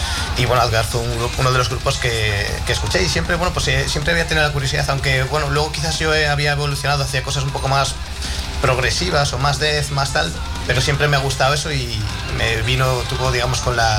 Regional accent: Torrelavega, Cantabria, Spain; también soy de Torrelavega originario y tal

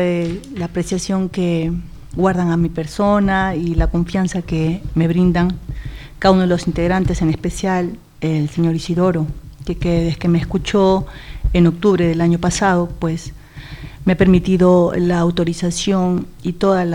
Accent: Peru; moved away as an adult; now in Spain; Soy peruana.

